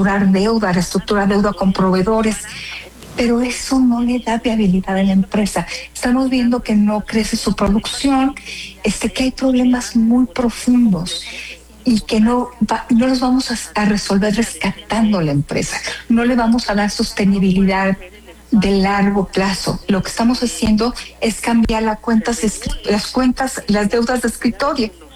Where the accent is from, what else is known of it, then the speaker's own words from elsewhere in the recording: Mexico; Y ahora somos los mexicanos quienes estamos sosteniendo a Pemex.